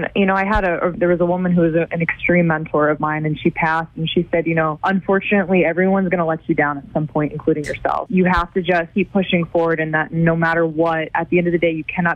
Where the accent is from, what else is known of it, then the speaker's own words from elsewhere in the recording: Maine, United States; I grew up in Oxford Hills, Maine.